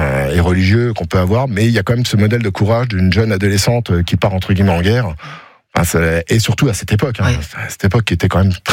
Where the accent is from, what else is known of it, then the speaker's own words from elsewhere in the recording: Martemont, Grand Est, France; Alors moi, je suis de Martemont.